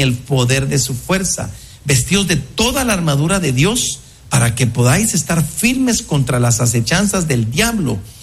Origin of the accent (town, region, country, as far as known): Guatemala